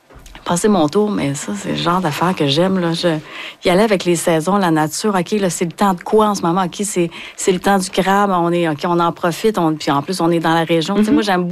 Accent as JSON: {"language": "French", "town": "Hauterive", "region": "Quebec", "country": "Canada", "said": "quand on est allé jouer à Baie-Comeau, le monde venait nous voir. Je suis de Haute-Rive, moi!"}